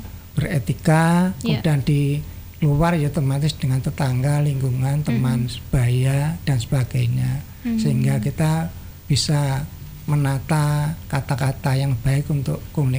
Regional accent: Nganjuk, East Java, Indonesia; born there; Saya bertempat tinggal di Jalan Diponegoro 6 nomor 14 Payaman Nganjuk.

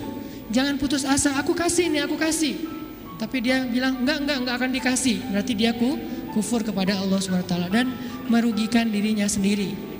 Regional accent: Aceh, Indonesia; saya nih orang Aceh, ketika saya berada di Sunda

